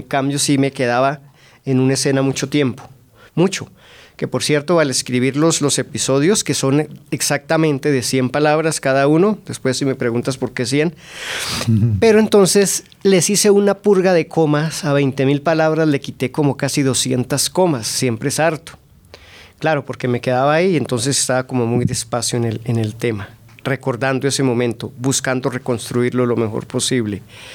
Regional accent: Siachoque, Boyacá, Colombia; born or raised there

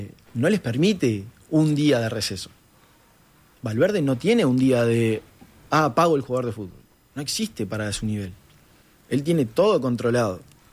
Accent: Uruguay; como uruguayos no podemos perder eso

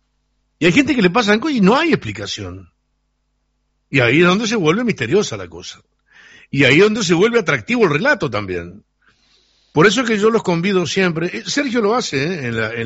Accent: Uruguay; para los que somos del Uruguay profundo

